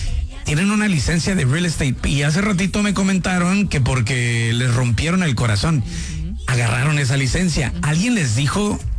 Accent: Michoacán, Mexico; Yo soy de Michoacán también.

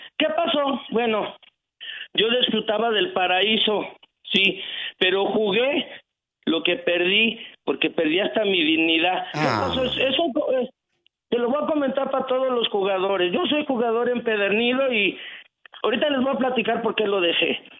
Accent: Mexico City, Mexico; now in Los Angeles, United States; Sí, yo soy de la Ciudad de México, pero radiqué en Los Ángeles.

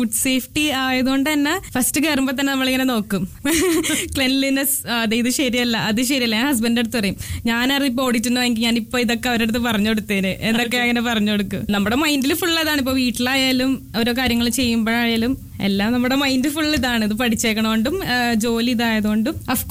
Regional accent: Aluva, Kerala, India; moved away; നാട്ടിൽ ആലുവയിലാണ്

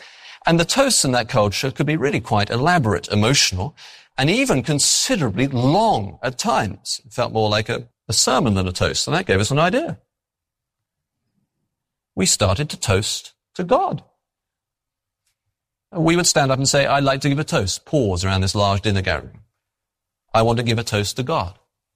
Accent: England, United Kingdom; Now, I'm English.

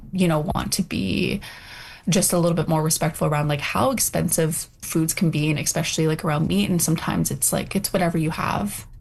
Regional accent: British Columbia, Canada; now in Victoria, Canada; I am a Nisga, and I'm from the Gnadda, Frog, and Raven clan. I'm currently a visitor on the traditional territories of the Algonquin and Wissanich peoples here in Victoria, BC.

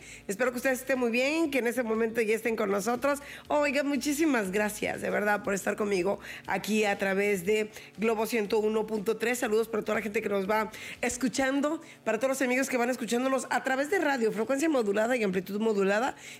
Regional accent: Puebla, Mexico; moved away; En mi pueblo, ahí en Puebla

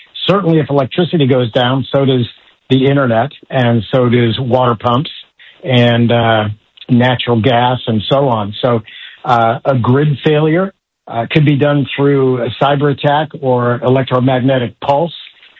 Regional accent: Iowa, United States; I grew up in the Midwest. I was an Iowa paper boy as a kid, idyllic growing up.

